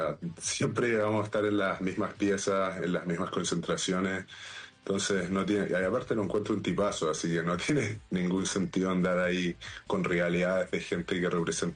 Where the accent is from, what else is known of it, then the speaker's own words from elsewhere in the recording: Chile; now in Europe; Así que ahora el 10 de septiembre vuelvo a Chile.